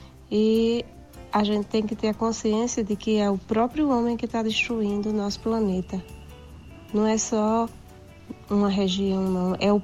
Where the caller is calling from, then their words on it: Campina Grande, Paraíba, Brazil; falo de Campina Grande, na Paraíba.